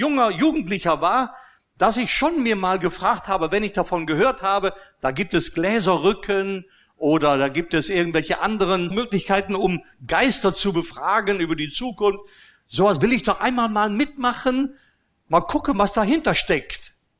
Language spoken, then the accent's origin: German; Austria; ich bin ja in Österreich groß geworden, römisch-katholisch.